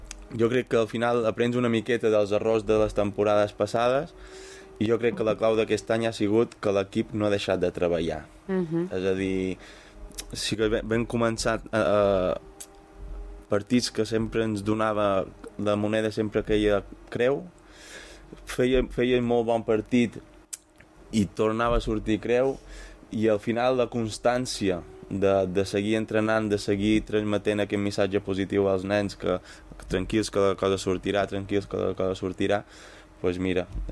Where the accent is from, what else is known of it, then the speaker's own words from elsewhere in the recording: Mallorca, Balearic Islands, Spain; accent: Mallorquí; Jo a vegades en som meu mallorquí, que diguéssim, quan m'enfado ningú sap quin idioma parlo.